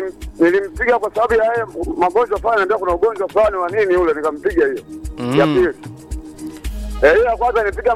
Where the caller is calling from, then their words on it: Ilula, Iringa, Tanzania; Unaongea na … Ilula Nyakilomo.